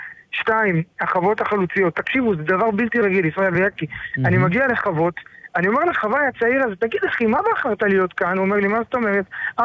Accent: Kiryat Arba, West Bank, Palestine; now in Samaria; ואני גדלתי בקירת ארבע, אני גר בשומרון, אני כל חיי לא יצאתי

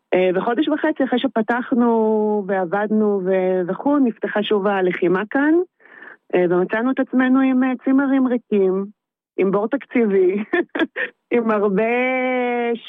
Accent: Jerusalem, Jerusalem District, Israel; moved away as an adult; also born or lived in Vered Yeriho; now in northern Israel; אנחנו במקור ירושלמים, מירושלים, וב-20 שנה האחרונות גרנו בצפון ים המלח, במושב ורד יריחו.

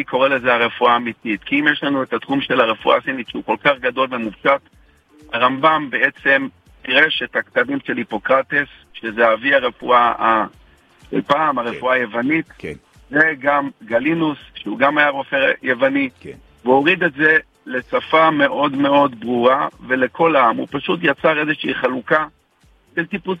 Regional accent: Central District, Israel; now in Kiryat Ata, Israel; אני היום גר בקריית אתא, במקור אני ממושב בשרון.

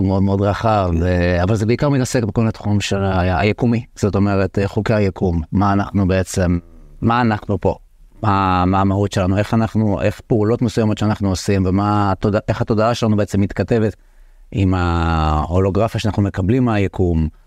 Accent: Hadera, Haifa District, Israel; גדלתי בחדרה.

